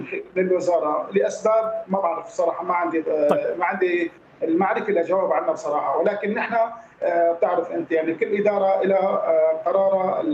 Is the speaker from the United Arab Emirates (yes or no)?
no; Salamiyah, Hama Governorate, Syria; باسم اهالي سلميه عموما، نحن من لما بنعزي حالنا ايضا كمان نحن كسوريين